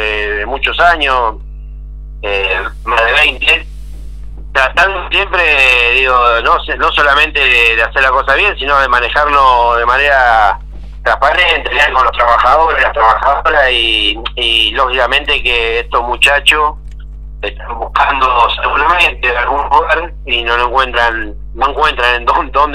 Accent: Argentina; lo estamos viviendo todos los argentinos de Argentina.

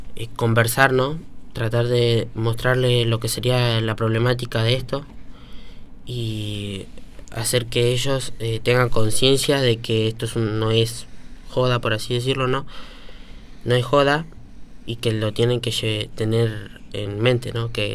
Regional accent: Argentina; Yo soy de Luchetti.

